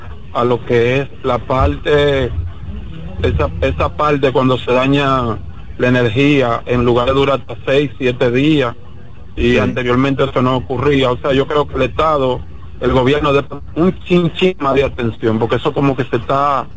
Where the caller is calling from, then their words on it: Santo Domingo Norte, Santo Domingo, Dominican Republic; yo soy de aquí, de San Felipe de Villamella, y vivo en La Jacobo.